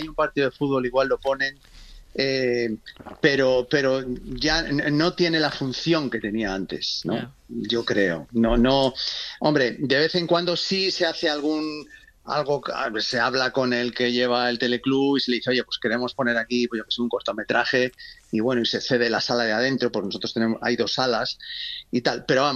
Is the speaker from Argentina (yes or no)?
no; Spain; somos españoles, somos latinos, o sea, nosotros montamos un club al lado de un televisor.